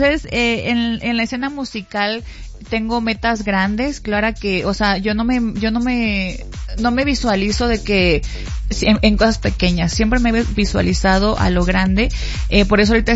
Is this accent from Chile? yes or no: no; Mexico; Yo soy así, regional mexicano forever, soy mexicana